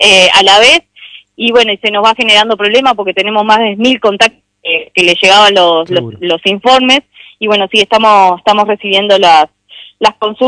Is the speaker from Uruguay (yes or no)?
yes; Canelones, Uruguay; somos de Canelones igualmente, pero bueno, tenemos que venir a trabajar igual.